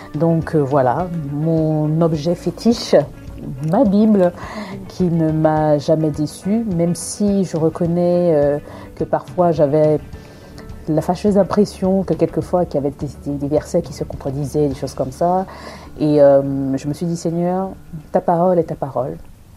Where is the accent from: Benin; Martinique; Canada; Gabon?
Martinique; moved away; je suis originaire de Madinina, alias la Martinique. Je dirais simplement que la Martinique, mon île, me manque énormément